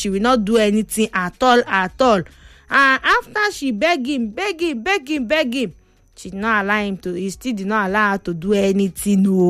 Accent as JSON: {"language": "English", "town": "Ankpa", "region": "Kogi", "country": "Nigeria", "tie": "born or raised there", "said": "I'm from Kogi State, Ankpa local government, all the way from Odeto, Ika Odeto. That is my village"}